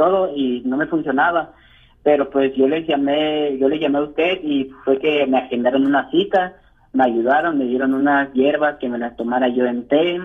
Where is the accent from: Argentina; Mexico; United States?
United States; Fort Worth, Texas; Pues yo soy de Fort Worth